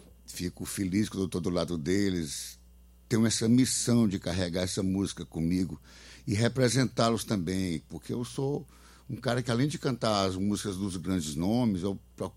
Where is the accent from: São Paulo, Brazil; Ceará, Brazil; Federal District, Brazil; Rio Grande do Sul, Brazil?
Ceará, Brazil; Tianguá; also born or lived in Fortaleza; sou da Serra Grande aí, do Tianguá, embora tenha nascido aqui em Fortaleza, mas meu berço cultural, berço familiar, tudo é da Serra Grande. Foi lá onde eu me criei, onde eu finquei minhas raízes.